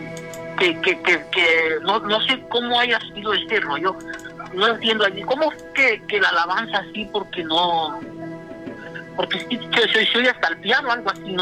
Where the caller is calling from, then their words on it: Buenavista Tomatlán, Michoacán, Mexico; De acá, de Michoacán, de Buenavista, Tomatlán, Michoacán.